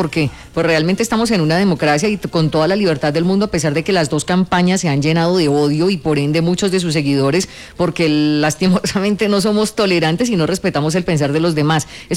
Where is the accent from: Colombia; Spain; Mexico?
Colombia; Cada una de las experiencias como ciudadanos, como colombianos, es diferente.